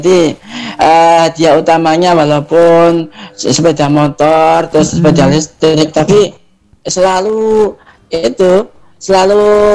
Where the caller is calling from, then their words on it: Tuban, East Java, Indonesia; di desa saya, tempatnya di Tuwiri Kulon Merak Tuban